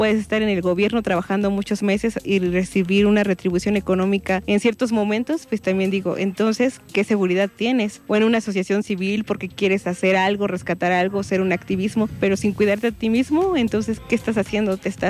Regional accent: State of Mexico, Mexico

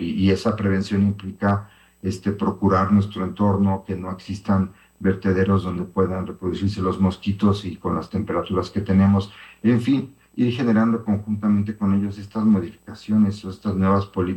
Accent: Xalapa, Veracruz, Mexico; temperaturas que no habíamos vivido en los que somos de aquí de Jalapa, y me imagino de muchas otras regiones del estado

